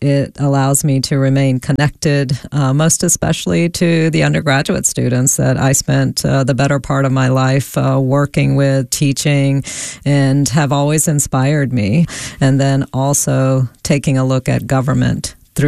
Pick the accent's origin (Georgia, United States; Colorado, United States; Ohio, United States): Georgia, United States; also born or lived in Hyderabad, India; So I was born in Hyderabad, and I lived there with my grandparents and my mom until I was 4 and a half, and then moved to Georgia.